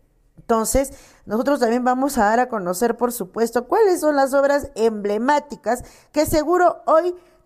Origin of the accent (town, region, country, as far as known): Challhuahuacho, Apurímac, Peru